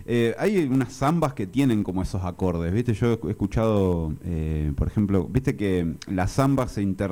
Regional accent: Uruguay; now in Argentina; en Uruguay, que yo soy de Uruguay

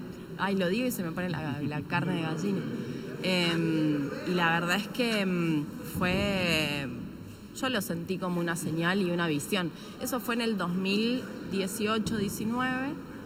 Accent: Buenos Aires, Argentina; born there; moved away as an adult; now in northern Argentina; yo nací en Buenos Aires y me voy a vivir al norte a los 34.

